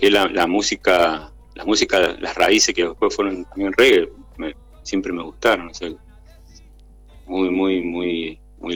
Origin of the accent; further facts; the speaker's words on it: Bell Ville, Córdoba, Argentina; moved away as an adult; now in Córdoba, Argentina; yo tengo 48 años, soy del 78, nací. Y bueno, yo soy de Belleville, un pueblo que es a 200 kilómetros de la capital de Córdoba.